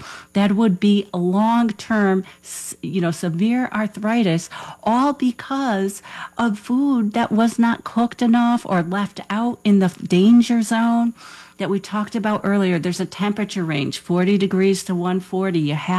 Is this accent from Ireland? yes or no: yes; Ireland; And of course, I'm the Irish dietitian, so we don't count alcohol calories.